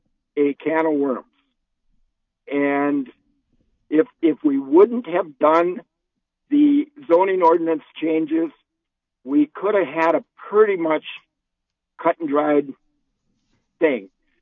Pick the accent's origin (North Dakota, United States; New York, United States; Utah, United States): North Dakota, United States; Mapleton; Well, we're just from Mapleton north, about 6-7 miles on the Meridian Road.